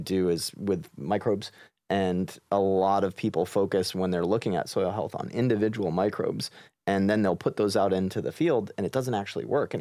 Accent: Maine, United States; And I grew up in Maine.

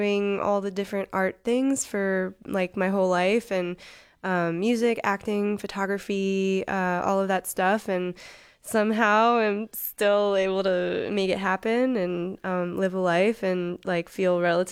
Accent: Baltimore, Maryland, United States; also born or lived in Prague / Tokyo / Los Angeles; I'm a person from Baltimore, Maryland, originally. I've traveled quite a lot. I've lived in a lot of places around the world, including Prague and Tokyo and LA.

